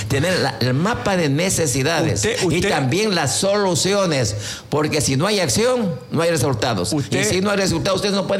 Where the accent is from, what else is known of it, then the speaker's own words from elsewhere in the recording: Quevedo, Los Ríos, Ecuador; Nosotros tenemos generaciones de generaciones aquí que trabajaron. Y somos ecuatorianos hasta el último huesito. Y tenemos la suerte de servir a Quevedo, este modesto ciudadano desde niño, más de 72 años.